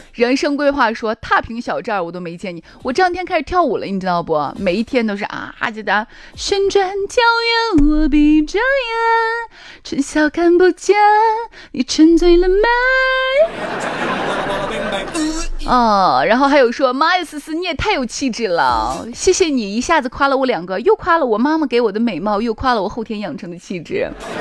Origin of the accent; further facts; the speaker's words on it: Shaanxi, China; accent: Shaanxi dialect (Chang'an District, Qinzhen); 我们陕西话吧，婆就是我们这个当地方言，因为其实十里是不同音的啊，我们当地的长安区在秦镇一带的这个方言啊，是把奶奶叫婆